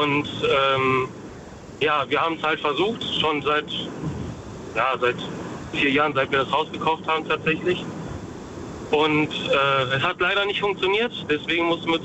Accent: Dortmund, North Rhine-Westphalia, Germany; aus Dortmund eigentlich.

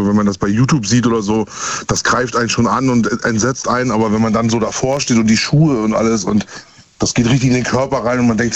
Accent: Görlitz, Saxony, Germany; Und meine Heimat in Görlitz in Sachsen, in der östlichen Stadt Deutschlands, da ist es nicht mehr ganz so weit weg

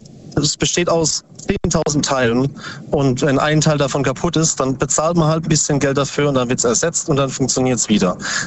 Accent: Bruchsal, Baden-Württemberg, Germany; Aus Upstadt Weiher, nee, Bruchsal.

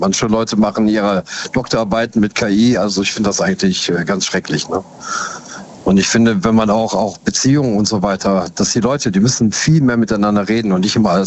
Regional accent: Augustfehn, Lower Saxony, Germany; Ich aus Augustfehn.

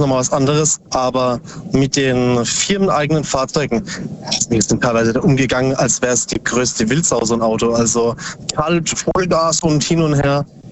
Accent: Bruchsal, Baden-Württemberg, Germany; Aus Substadt Weiher, nee, Bruchsal.

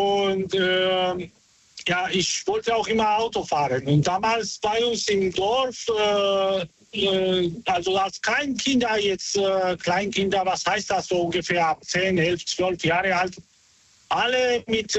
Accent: Georgia; now in Cologne, Germany; Ich komme aus Georgien.

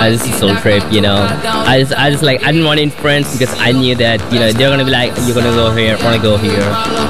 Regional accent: India; English is a second language; I'm from India, and I just love Tomorrowland, that's why I'm here.

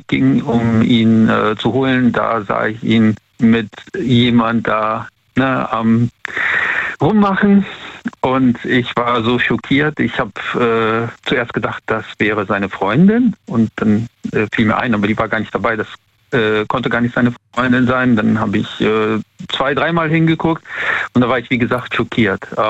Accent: Siegburg, North Rhine-Westphalia, Germany; Ich komme ja aus Siegburg, Bonn, die Ecke ist das ja.

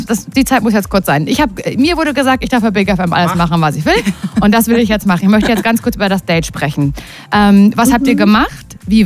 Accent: Turkey; Ich habe keinen Plan, was das ist. Ich bin Türkin.

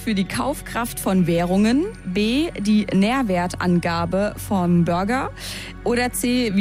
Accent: Turkey; ich bin Türkin.

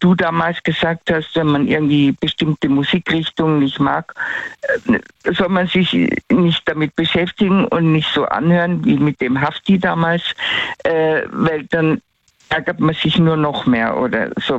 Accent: Tyrol, Austria; accent: Tyrolean

